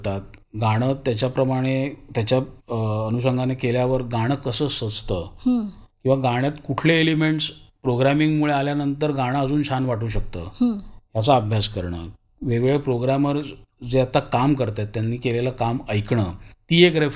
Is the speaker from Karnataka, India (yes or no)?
no; Maharashtra, India; first language Marathi; आता मी मराठी भाषिक आहे